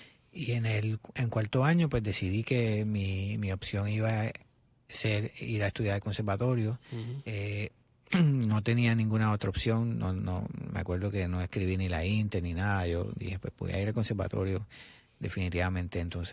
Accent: Mayagüez, Puerto Rico; born or raised there; also born or lived in Añasco

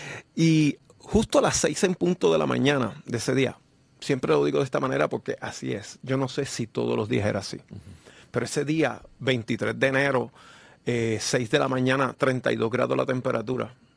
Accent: Puerto Rico; Bueno, sí, siempre, todos los días, nacido y criado en Puerto Rico. Aquí esto es una isla de mucho sol.

